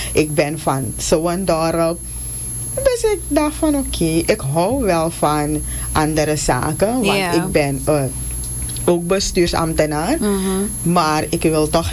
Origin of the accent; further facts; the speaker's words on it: Paramaribo, Suriname; ik ben bijvoorbeeld geboren in Paramaribo.